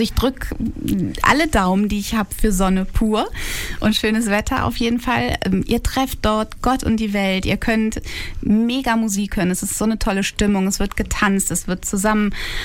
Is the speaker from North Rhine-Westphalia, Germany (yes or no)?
yes; Bergisch Gladbach, North Rhine-Westphalia, Germany; Ich komme natürlich aus Herkenrath, ne, Nachbardorf von Sand und das ist fußläufig erreichbar